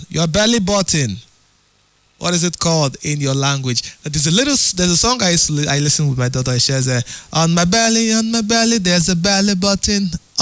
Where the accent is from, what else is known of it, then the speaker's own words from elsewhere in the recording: Rivers, Nigeria; I am from Rivers, Abiquere man.